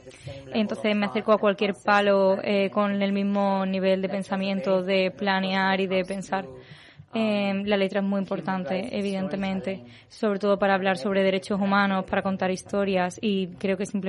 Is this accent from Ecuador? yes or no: no; Iran; now in Spain; cuando me fui de Irán, esta casete de hecho estaban destrozados de todo lo que había escuchado y ahí empecé a bailar y luego a cantar y aquí es donde he terminado